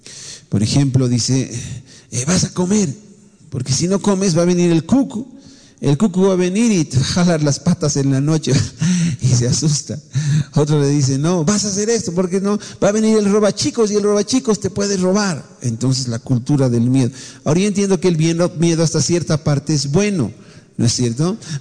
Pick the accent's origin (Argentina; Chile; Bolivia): Bolivia; nosotros como nación boliviana tenemos lamentablemente esos factores bien enraizados en nuestra cultura.